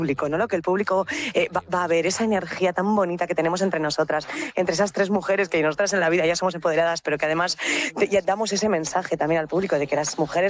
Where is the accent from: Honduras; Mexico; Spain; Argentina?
Spain; Bilbao, Basque Country; now in Madrid, Spain; volver siempre a mi tierra